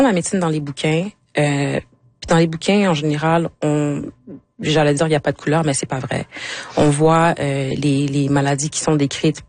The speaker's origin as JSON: {"language": "French", "region": "Quebec", "country": "Canada", "moved": "yes", "said": "je suis partie du Québec, ça fait comme 7 ans."}